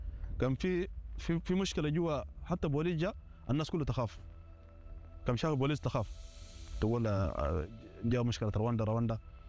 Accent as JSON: {"language": "Arabic", "country": "Sudan", "moved": "yes", "said": "لأنه أنا من حركت من السودان نفسيتي يعني أنا عايش 21 سنة في المعاناة"}